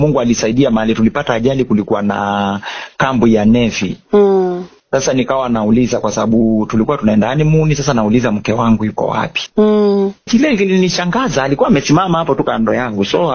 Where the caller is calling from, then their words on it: Kilifi County, Kenya; Nimetokea pande za Kilifi. County 003 na nimeokoka na mpenda Yesu.